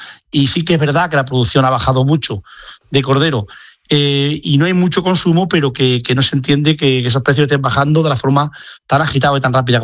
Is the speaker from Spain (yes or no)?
yes; Spain; España, que somos el mayor productor de la Unión Europea de cordero